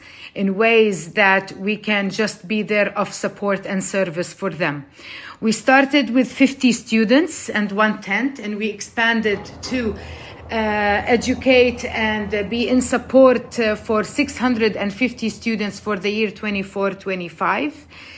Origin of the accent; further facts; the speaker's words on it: Jerusalem, Palestine; now in Lisbon, Portugal; I'm Palestinian from Jerusalem. I'm a Palestinian diaspora. And I'm an artist.